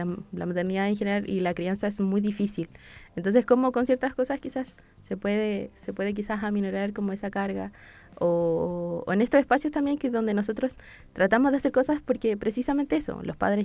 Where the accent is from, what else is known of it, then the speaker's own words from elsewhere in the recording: Santiago, Santiago Metropolitan Region, Chile; yo soy de La Granja. Soy del sector sur de Santiago, un sector sur donde a veces no llega tantas cosas como en otros lados